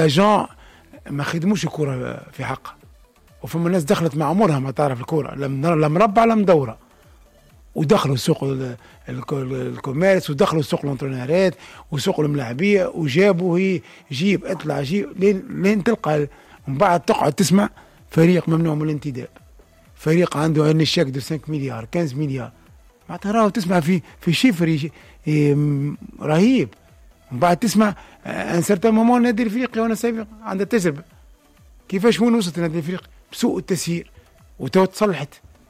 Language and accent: Arabic; Tunisia; موجود في ليزيكيب حتى عندنا في تونس.